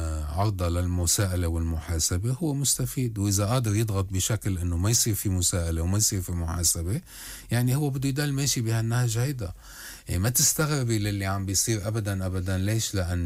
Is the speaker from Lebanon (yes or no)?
yes; Lebanon